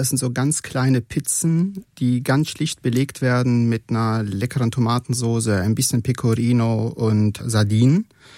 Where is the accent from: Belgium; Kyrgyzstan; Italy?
Italy; Favara, Sicily; Wir kommen aus der Südküste Siziliens, aus Favara. Das ist so eine kleine Stadt aus der Nähe von Agrigent.